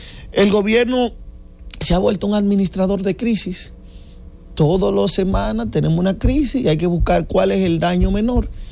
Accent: Dominican Republic

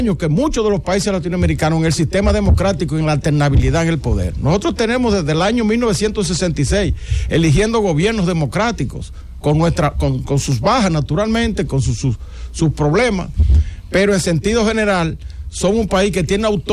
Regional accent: Dominican Republic; Nosotros somos, la economía dominicana es 5 veces mayor que la economía de Nicaragua.

